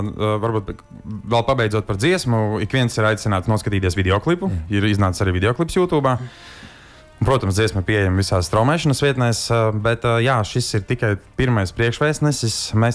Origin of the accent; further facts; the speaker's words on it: Madona, Vidzeme, Latvia; now in Riga, Latvia; Es esmu dzimis Audas Madonietis, tā kā mēs arī esam tikai ienākuši Rīgā.